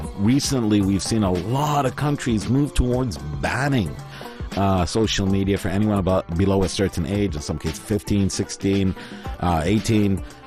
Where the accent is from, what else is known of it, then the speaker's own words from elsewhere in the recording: Salalah, Dhofar, Oman; moved away as an adult; now in Muscat, Oman; I am from Salada, born and raised, spent most of my life there. I moved here to Muscat 5 years ago